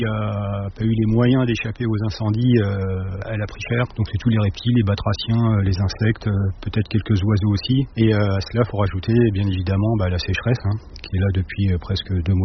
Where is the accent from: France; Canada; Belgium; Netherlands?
France; Fontainebleau, Île-de-France; Moi, je suis né à Fontainebleau, je suis toujours resté dans le secteur. Donc ça fait plus de 50 ans que je sillonne la forêt de Fontainebleau.